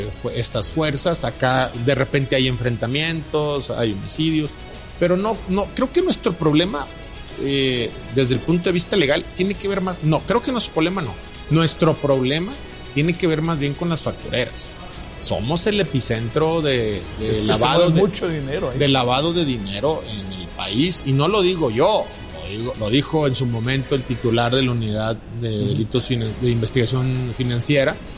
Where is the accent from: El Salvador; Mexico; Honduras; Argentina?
Mexico; Nuevo León; así somos la gente de Nuevo León.